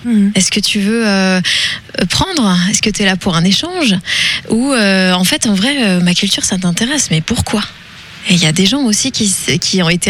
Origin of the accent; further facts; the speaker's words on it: Brittany, France; je suis française parce que je suis née ici et que je suis immergée dedans. Mais je suis aussi très fière d'être bretonne